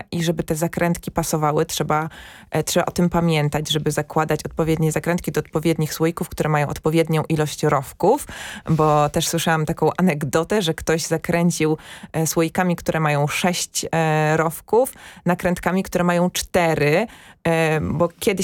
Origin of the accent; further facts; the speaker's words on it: Lesser Poland, Poland; moved away; ja pochodzę z Podhala i u nas na jagody mówimy borówki.